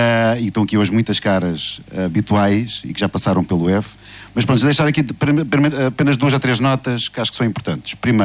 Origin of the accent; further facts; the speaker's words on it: Faro, Algarve, Portugal; eu sou farense